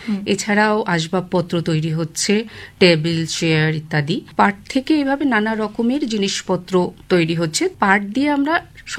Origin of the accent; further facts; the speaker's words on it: Howrah, West Bengal, India; আমার বাবা চাকরি করতেন ন্যাশনাল জুট মিলে, যেটা হাওড়া বাণীপুরে আছে। আমি মিলের কোয়ার্টারে থাকতাম, যেহেতু একদম ছোট থেকেই কোয়ার্টারের মধ্যে থাকার ফলে মিলের ভিতরটা আমি খুব ভালো করে দেখেছি। ওখানেই আমার বেড়ে ওঠা।